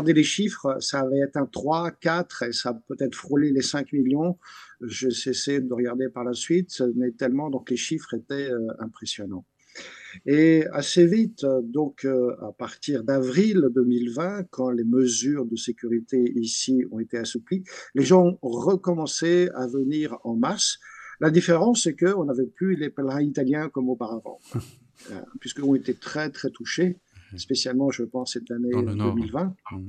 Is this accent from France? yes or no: yes; France; frère mineur de parents issus de ce pays qu'est la Bosnie-Herzégovine, où se trouve Medjugorje. Je suis né, j'ai grandi en France, mais chaque année, j'allais passer l'été avec ma famille.